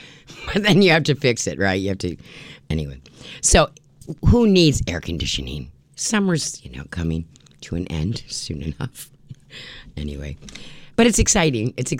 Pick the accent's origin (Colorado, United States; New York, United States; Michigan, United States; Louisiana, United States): New York, United States; New York City; moved away; I'm from New York City and I didn't even learn how to drive until I was like 30.